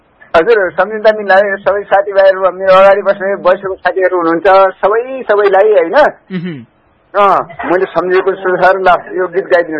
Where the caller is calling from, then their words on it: Ghorahi, Lumbini Province, Nepal; घोराईतिरबाट